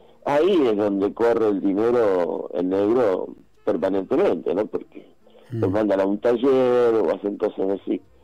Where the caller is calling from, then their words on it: Villa Ballester, Buenos Aires Province, Argentina; de Villa Ballester.